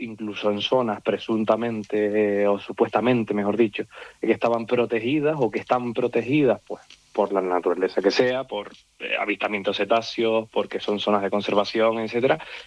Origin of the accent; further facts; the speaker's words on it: San Andrés, Canary Islands, Spain; siempre en mi pueblo, en San Andrés